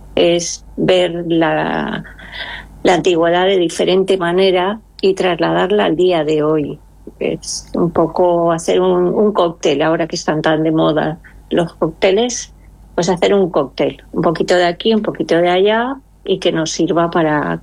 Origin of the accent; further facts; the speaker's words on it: Elda, Valencian Community, Spain; es mi barrio, ahí he crecido yo, aprendí a caminar en esas calles